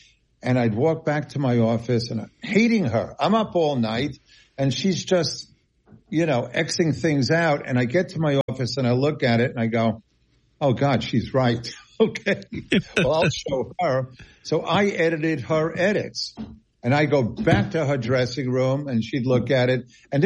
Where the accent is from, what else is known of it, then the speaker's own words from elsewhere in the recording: Long Island, New York, United States; this was my city. I grew up on Long Island.